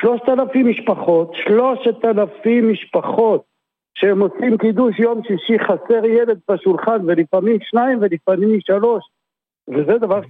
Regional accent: Beit Shemesh, Jerusalem District, Israel; אני גדלתי בבית שמש

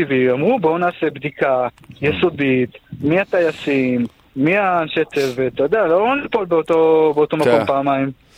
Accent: Kvutzat Yavne, Central District, Israel; תראה, אני במקור, אני בכלל קיבוצניק, אני מקבוצת יבנה במקור

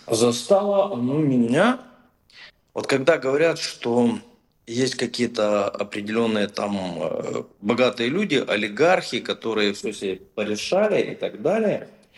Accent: Zakarpattia Oblast, Ukraine; И я, это из Закарпатья человек.

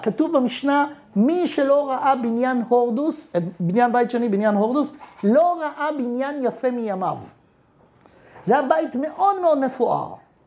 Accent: Jerusalem, Jerusalem District, Israel; גם אני ירושלמי. נולדתי וגדלתי בירושלים.

